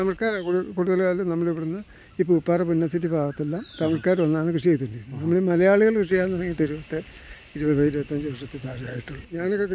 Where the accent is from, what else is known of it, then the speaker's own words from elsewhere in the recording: Rajakkad, Kerala, India; ഞാൻ രാജാക്കാട് വന്ന് ഇവിടെ ജനിച്ചു വളർന്ന ആളാണ്.